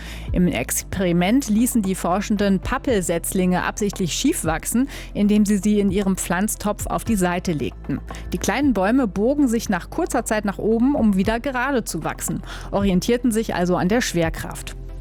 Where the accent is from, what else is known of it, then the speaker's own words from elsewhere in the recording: Nordenham, Lower Saxony, Germany; ich bin aus Nordenham.